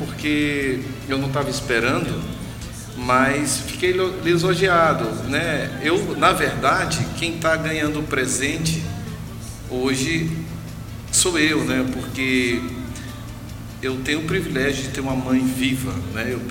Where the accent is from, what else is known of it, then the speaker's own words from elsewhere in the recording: Nova Olinda, Brazil; moved away; Eu nasci aqui em Nova Olinda.